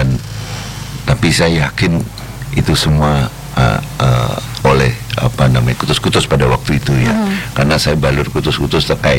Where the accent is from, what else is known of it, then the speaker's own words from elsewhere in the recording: Klaten, Central Java, Indonesia; saya ini orang Klaten